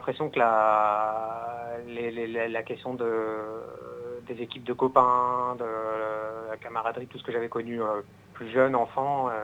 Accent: Rennes, Brittany, France; moved away; c'est vrai que j'habite plus à Rennes, mais je suis né à Rennes, à l'Hôpital Sud. J'ai grandi à Morpa dans les années 90

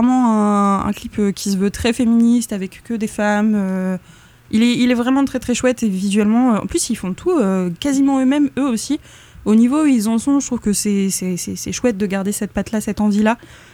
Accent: Brittany, France; Ouais. Je suis bretonne, mais je suis autiste, Tristan.

